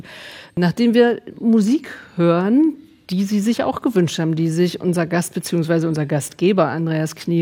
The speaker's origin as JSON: {"language": "German", "town": "Hanover", "region": "Lower Saxony", "country": "Germany", "said": "Ich komme aus Hannover."}